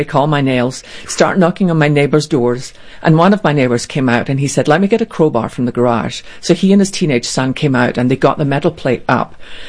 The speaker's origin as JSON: {"language": "English", "region": "Scotland", "country": "United Kingdom", "tie": "born or raised there", "said": "when I was growing up in Scotland at our little church, I loved our Tuesday night prayer meeting."}